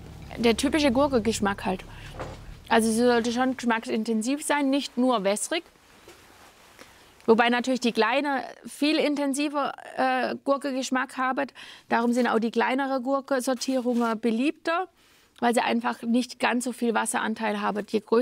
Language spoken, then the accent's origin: German; Reichenau, Baden-Württemberg, Germany; accent: Reichenauerisch; Wir auf der Insel haben unseren eigenen Dialekt, das sogenannte Reichenauerisch, das Aurisch. Und das hört sich wegen Schwäbisch an. Aber wir sind Badenser.